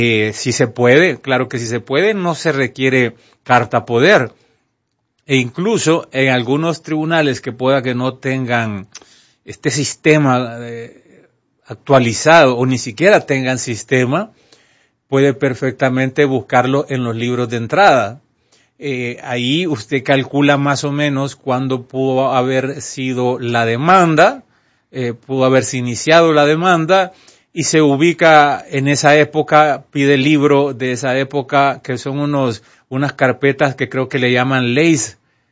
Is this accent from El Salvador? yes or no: yes; El Salvador; now in Honduras; a los salvadoreños, nos dicen guanaco, ¿verdad?